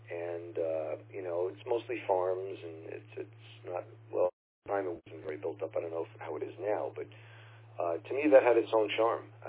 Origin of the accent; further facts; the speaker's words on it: New York City, New York, United States; moved away as an adult; now in Long Island, United States; I actually grew up in the city. I grew up in Queens, very western part of Long Island. And I moved out here. I'm halfway between Montauk and Manhattan. I moved out here probably about 34 years ago